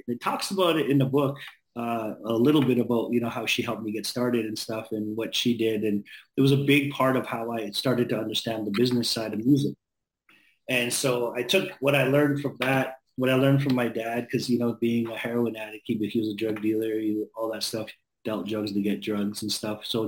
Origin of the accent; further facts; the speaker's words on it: Vancouver, British Columbia, Canada; moved away; also born or lived in Penticton; Oh, so I went from East Vancouver. You know, I grew up in East Van there where it was sort of rocky.